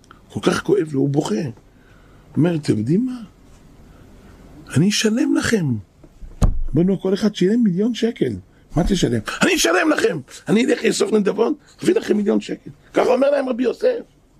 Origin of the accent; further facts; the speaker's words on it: Jerusalem, Jerusalem District, Israel; אנחנו חיים פה, אנחנו גדלנו פה משאנחנו ילדים באזור הזה.